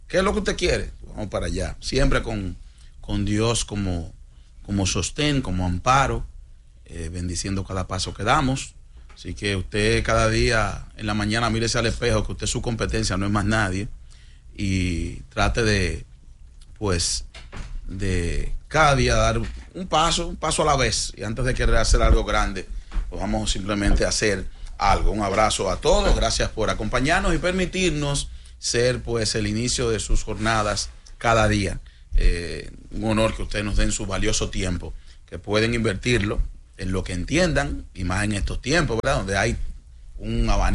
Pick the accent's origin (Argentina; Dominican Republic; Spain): Dominican Republic; eso somos nosotros los dominicanos.